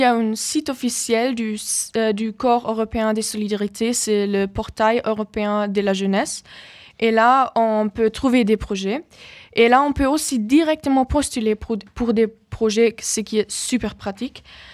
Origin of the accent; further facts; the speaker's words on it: Germany; French is a second language; moved away as an adult; now in Valence, France; j'ai 18 ans et je viens d'Allemagne. Et maintenant je suis ici en France, à Valence, avec le Corps européen de solidarité.